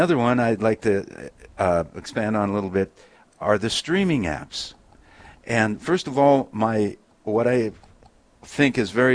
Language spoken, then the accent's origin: English; Weeble, Montana, United States; also born or lived in Beach, North Dakota; I was born in Beach, North Dakota, raised in Weeble, Montana. Neither community claims me anymore.